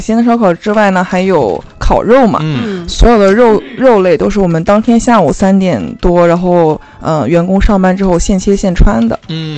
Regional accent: Yantai, Shandong, China; born or raised there; now in Haikou, China

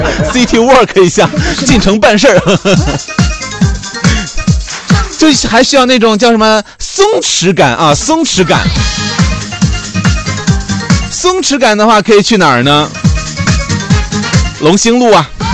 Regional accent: Hainan, China; 咱就是海南人，就是这身打扮

